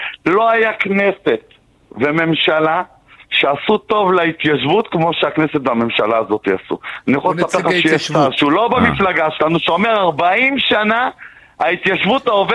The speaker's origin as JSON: {"language": "Hebrew", "town": "Goren", "region": "Northern District", "country": "Israel", "said": "אני גר במושב, זהו, אני גר במושב גורן, אני מגליל המערבי, הייתי מפונה שנתיים מהבית כמעט, וחזרנו, חזרנו ליישב את הגליל"}